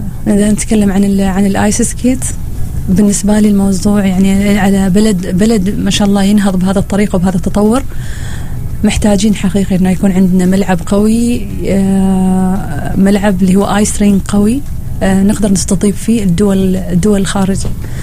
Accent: Oman; احنا عندنا في عمان كم صاله

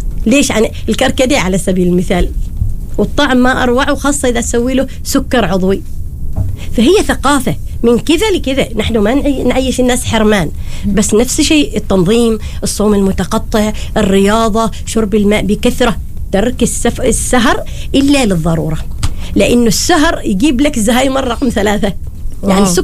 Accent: Oman; عندنا في عمان

